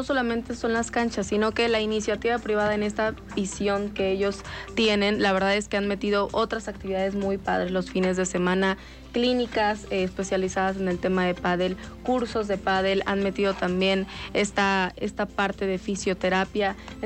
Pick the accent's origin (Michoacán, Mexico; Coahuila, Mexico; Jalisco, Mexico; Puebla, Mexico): Puebla, Mexico; porque los parques son de nosotros como poblanos.